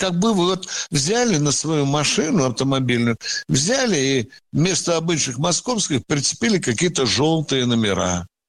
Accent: Moscow, Russia; Я еще москвичка, блин.

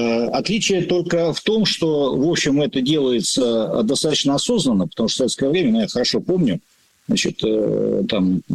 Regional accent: Ural, Russia; now in Moscow, Russia; я родился и вырос на Урале, значит, и приехал в Москву

